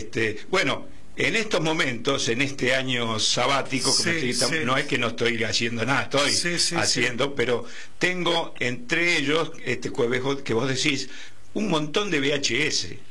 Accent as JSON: {"language": "Spanish", "town": "Quilmes", "region": "Buenos Aires Province", "country": "Argentina", "said": "yo soy de Quilmes también, a ver si coincidimos."}